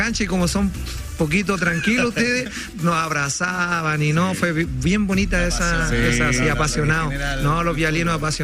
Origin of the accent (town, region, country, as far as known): Chile